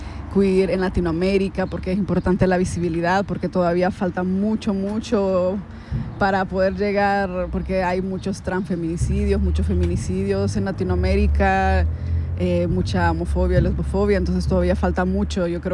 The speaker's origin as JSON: {"language": "Spanish", "country": "El Salvador", "also_born_or_lived": "Switzerland", "said": "Yo soy cineasta feminista salvadoreña suiza."}